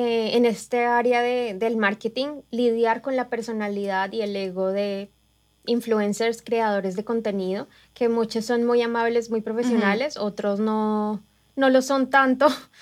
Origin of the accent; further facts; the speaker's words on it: Colombia; now in United States; Yo soy colombiana.